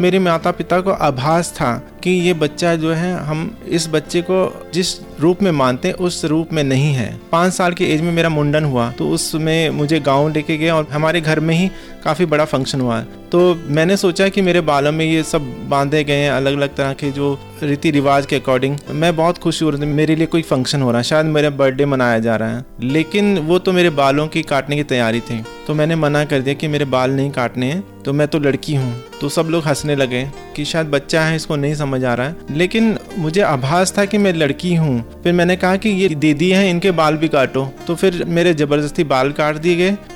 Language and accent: Hindi; Chandigarh, India; also born or lived in Devprayag, Pauri Garhwal, Uttarakhand; चंडीगढ़ में ही रह रही हूँ, और मेरी जो सारी एजुकेशन है वो चंडीगढ़ में ही हुई है, और मेरा जो पालन पोषण है पंजाब यूनिवर्सिटी के कैंपस में ही हुआ है।